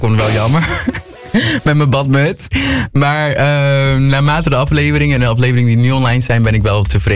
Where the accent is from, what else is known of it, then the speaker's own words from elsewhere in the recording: Brazil; Want ik ben wel Braziliaans